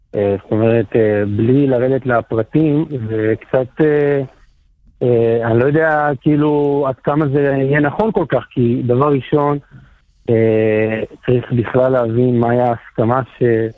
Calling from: Modi'in Illit, Judea and Samaria Area, Israel; מודיעין עילית.

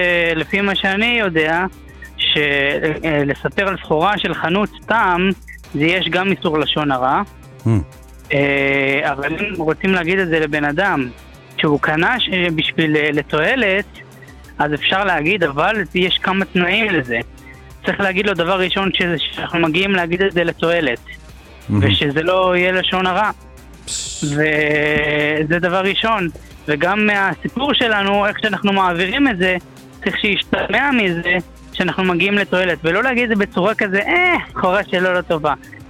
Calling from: Modiin Illit, Judea and Samaria, Israel

